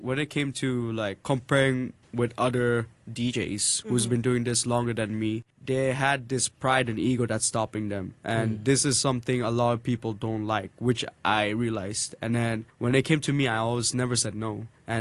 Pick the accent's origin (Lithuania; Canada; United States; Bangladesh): Bangladesh; I don't know much about my home country, Bangladesh, but when I do go there, they also ask me, why are you so, in our language, they will say, koto bidishi hoigesus?